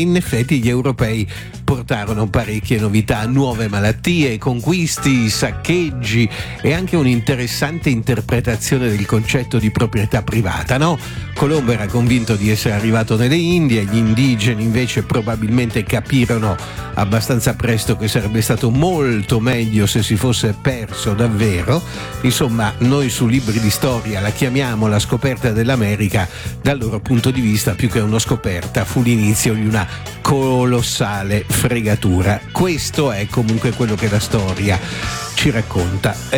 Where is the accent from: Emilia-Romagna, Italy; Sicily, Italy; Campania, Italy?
Emilia-Romagna, Italy; dalle nostre parti